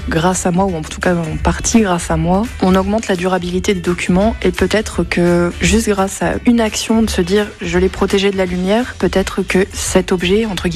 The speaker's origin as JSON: {"language": "French", "region": "Hauts-de-France", "country": "France", "said": "Mais comme je viens du Nord, c'était plus simple pour moi d'aller à Bruxelles."}